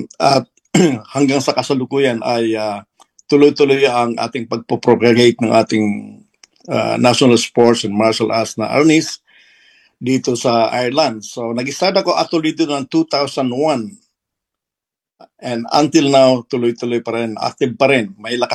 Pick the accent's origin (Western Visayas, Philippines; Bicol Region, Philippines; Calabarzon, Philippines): Bicol Region, Philippines; Camalig; Ako naman ay tubong Kamalig.